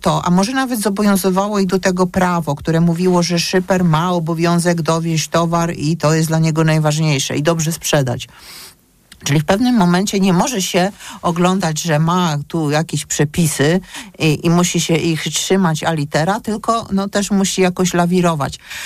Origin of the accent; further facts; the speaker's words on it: Gdańsk, Pomeranian Voivodeship, Poland; jestem z Gdańska